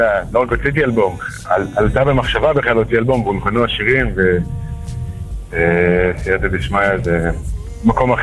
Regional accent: Jerusalem, Jerusalem District, Israel; born there; now in Beitar Illit; למדתי באיטרי בירושלים, בארנוף, אחר כך עברתי.

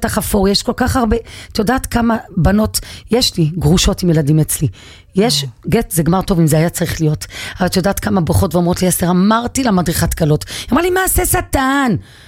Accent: Jerusalem, Jerusalem District, Israel; אני והצפון, מה, מה, אני מירושלים

